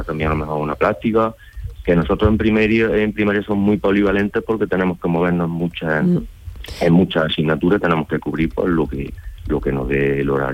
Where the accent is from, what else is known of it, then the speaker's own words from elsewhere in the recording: Hinojosa del Duque, Andalusia, Spain; also born or lived in Albacete; pues yo me vine para aquí, para mi tierra, para Las Pedroches.